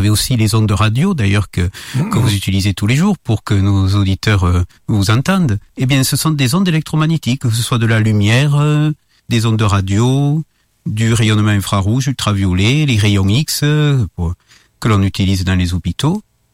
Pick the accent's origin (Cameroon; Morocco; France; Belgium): France; Southern France; accent: southern French; à Montpellier, dans le sud de la France, comme peut-être nos auditeurs l'ont remarqué, vu mon accent.